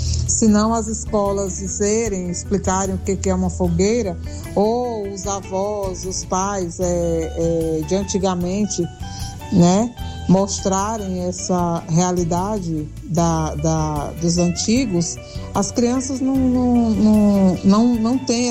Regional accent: Piauí, Brazil; now in Paraná, Brazil; Padre João Carlos, eu sou do Piauí, mas atualmente vivo no Paraná.

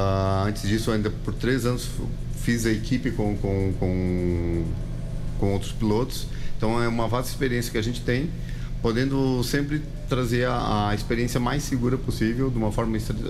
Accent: Rio Grande do Sul, Brazil; now in Espírito Santo, Brazil; Eu sempre cito que eu venho do Rio Grande do Sul. O povo gaúcho é um povo extremamente bairrista

